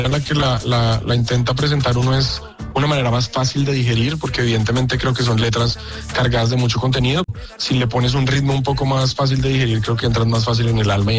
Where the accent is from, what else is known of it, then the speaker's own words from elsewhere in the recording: Colombia; nos abrimos a encontrarnos como colombianos. Nos pasa mucho, de hecho, en el exterior, que hablamos y entonces, pero tú no hablas paisa, y uno tiene que explicar a la gente y decirle, pero es que Colombia tiene una cantidad de acentos espectacular